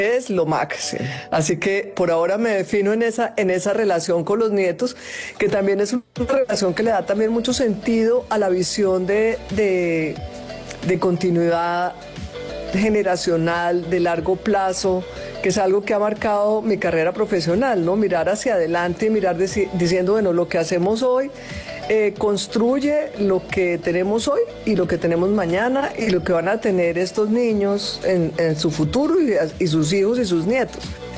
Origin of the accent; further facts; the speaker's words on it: Colombia; yo soy colombiana.